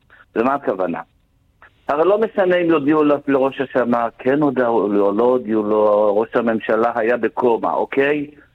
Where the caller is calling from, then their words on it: Central District, Israel; מושב ליד יבנה